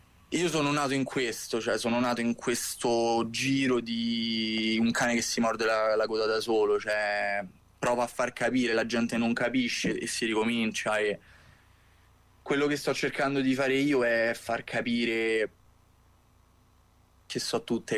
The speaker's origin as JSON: {"language": "Italian", "town": "Kotor Varoš", "region": "Republika Srpska", "country": "Bosnia & Herzegovina", "moved": "yes", "said": "nonostante io non sono di Sarajevo, io sono di Banja Luka, di Kotor Varoš per lo specifico"}